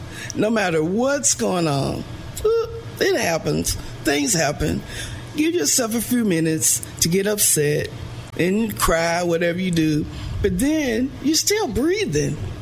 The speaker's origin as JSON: {"language": "English", "region": "Arkansas", "country": "United States", "tie": "born there", "said": "So I was born here in Arkansas, but then we traveled. Then we came back here to Arkansas. I've had opportunities to leave. I left once and ended up coming back. It's something about Arkansas. I feel at home here."}